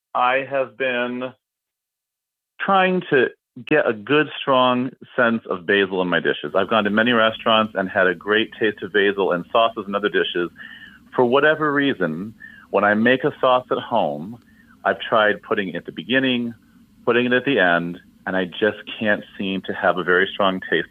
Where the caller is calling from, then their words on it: Gilbert, Arizona, United States; I'm calling from Gilbert, Arizona.